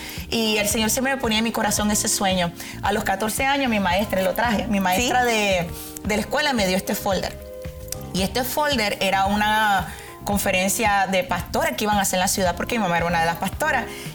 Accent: Panama; born there; como yo nací en Panamá, yo dije, no, yo tengo que ir de panameña.

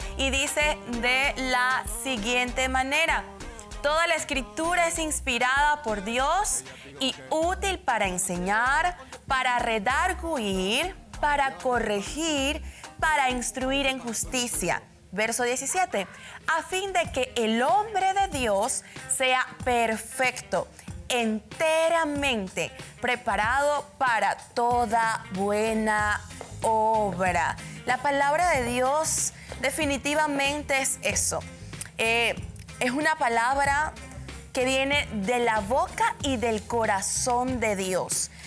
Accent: Panama City, Panamá, Panama; Yo soy de aquí

